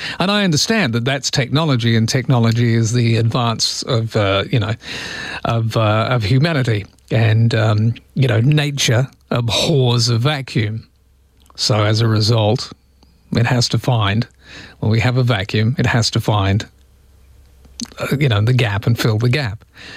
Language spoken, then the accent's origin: English; England, United Kingdom; And besides being English, I'm a tea drinker.